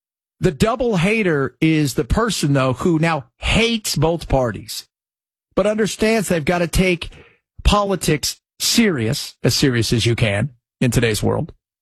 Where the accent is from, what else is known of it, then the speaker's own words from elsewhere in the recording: United States; as an American, Nebraska